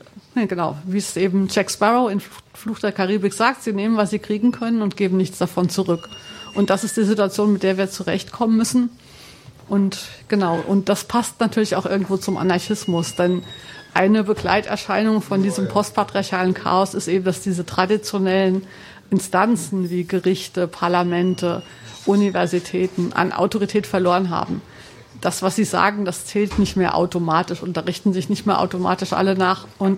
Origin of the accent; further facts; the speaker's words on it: Frankfurt, Hesse, Germany; Jo, ich komme aus Frankfurt, ich bin Journalistin und Politikwissenschaftlerin und schreibe Bücher.